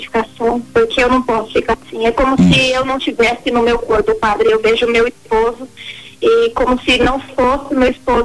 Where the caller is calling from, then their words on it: Paraná, Brazil; Eu sou do Paraná